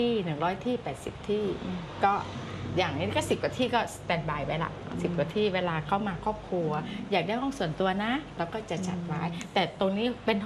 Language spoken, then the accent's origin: Thai; Isan, Thailand; now in Ubon Ratchathani, Thailand; เราเป็นคนอีสานนะคะ